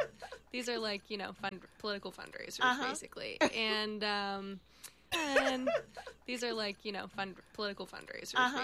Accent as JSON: {"language": "English", "town": "Williamsburg", "region": "Massachusetts", "country": "United States", "tie": "born or raised there", "said": "People in Franklin County, I mean, I grew up in Williamsburg, just down the road, but, you know, culturally a little bit different, of course."}